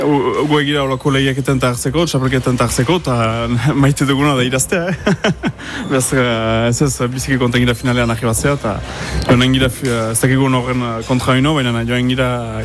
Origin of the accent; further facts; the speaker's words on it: Saint-Étienne-de-Baïgorry, Nouvelle-Aquitaine, France; 25 urtetut, eta Baigurrikoan iz.